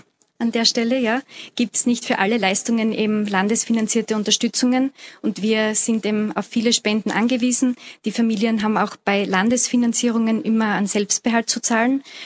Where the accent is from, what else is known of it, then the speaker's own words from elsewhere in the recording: St. Margarethen an der Raab, Styria, Austria; ich komme aus St. Margarethen an der Rapp. Das ist ein Katzensprung, sage ich mal, 10 Minuten von da.